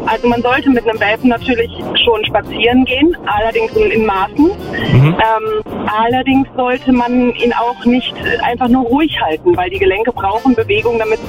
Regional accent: Rhineland-Palatinate, Germany; Ich komme aus der Vulkaneifel.

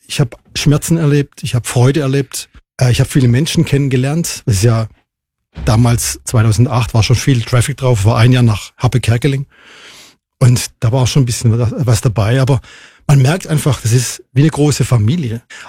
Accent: Schwäbisch Hall, Baden-Württemberg, Germany; erstmal komme ich aus Schwäbisch Hall.

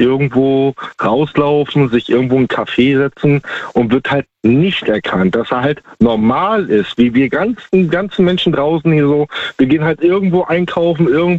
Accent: Germany

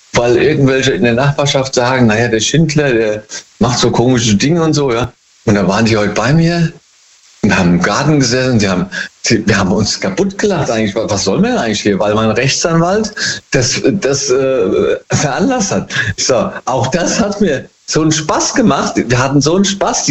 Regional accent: Hesse, Germany; Hey, aus dem Rheingau immer noch.

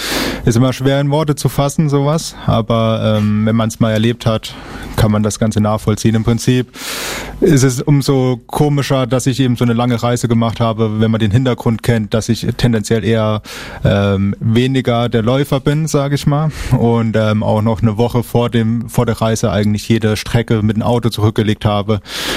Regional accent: Hesse, Germany; born there; now in Hamburg, Germany; Gebürtig komme ich aus der Nähe von Kassel.

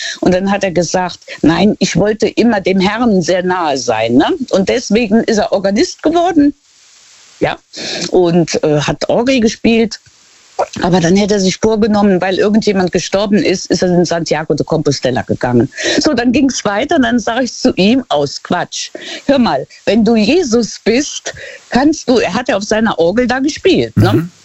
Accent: Luxembourg; und dieses Gemeindekaffee heißt das bei uns in Luxemburg.

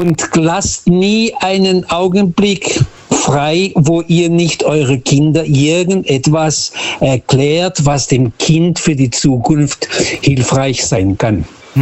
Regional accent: Lisbon, Portugal; German is a second language; now in Germany

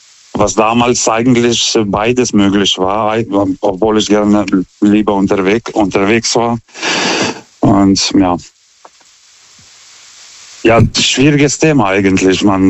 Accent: Lithuania; now in Germany

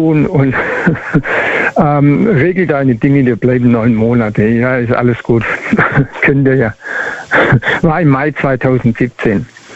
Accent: Schwäbisch Gmünd, Baden-Württemberg, Germany; aus Schwäbisch Gmünd.

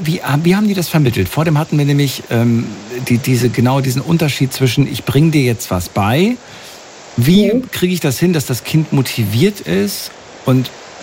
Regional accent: North Rhine-Westphalia, Germany; komme aber auch aus NRW.

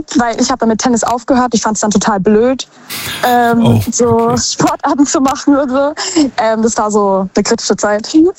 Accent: Mannheim, Baden-Württemberg, Germany; Aus Mannheim.

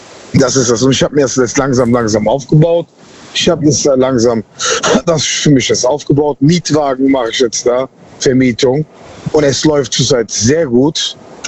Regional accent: Cologne, North Rhine-Westphalia, Germany; Ja, aus Köln.

